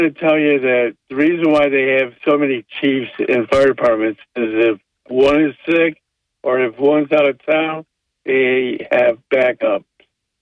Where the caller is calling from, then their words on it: Binghamton, New York, United States; Binghamton.